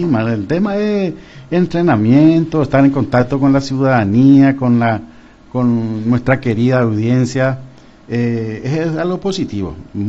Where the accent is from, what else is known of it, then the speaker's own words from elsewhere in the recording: Asunción, Asunción Capital District, Paraguay; born there; Yo nací en la Cruz Blanca. La Cruz Blanca que queda sobre Rodríguez, Francia y Juan y Oleari. En el centro mismo es de Asunción. Entonces, por eso lo que hablo más castellano que el guaraní.